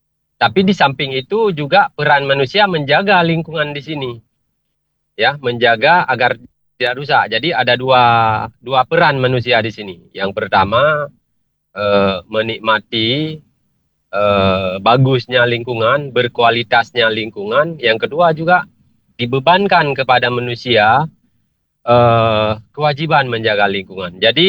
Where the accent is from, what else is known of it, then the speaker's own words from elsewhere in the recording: Lhokseumawe, Aceh, Indonesia; sebagai warga Kota Loksmawe